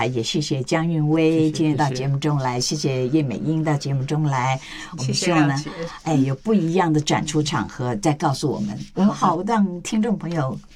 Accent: Taiwan; 就不能像我们台湾人说啊，边行边看啦。

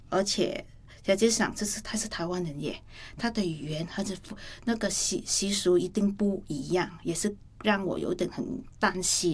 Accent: Vietnam; Chinese is a second language; now in Taiwan; 是因为我们越南人是比较喜欢吃辣和酸的食物然后我都蛮喜欢吃辣的对

